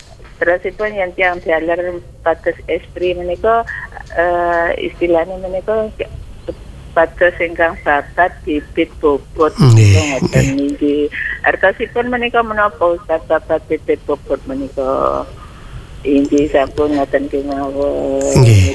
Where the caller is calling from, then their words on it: Kalisat, East Java, Indonesia; Saya dari